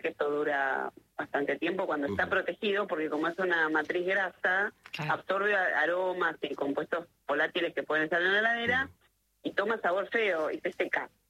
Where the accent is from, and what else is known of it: Argentina